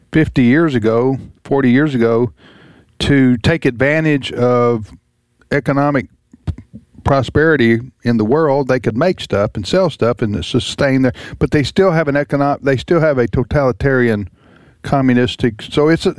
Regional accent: the South, United States

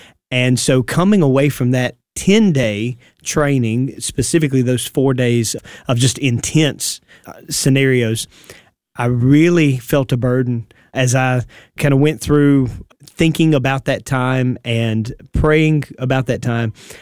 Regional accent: United States; born or raised there

